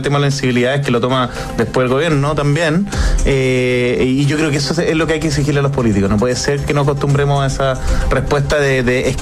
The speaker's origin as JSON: {"language": "Spanish", "town": "Concepción", "region": "Biobío", "country": "Chile", "said": "yo me acuerdo, por ejemplo, para Navidad, yo soy de Concepción, y se llenaba de video de gente grabando la ciudad callada, como qué aburridos son los chilenos"}